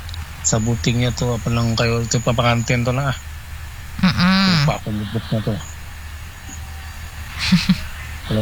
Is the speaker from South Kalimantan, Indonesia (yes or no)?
yes; South Kalimantan, Indonesia; Tiba hari, ujar orang kami Banjar, tiba hari, tahun dahulu tiba hari.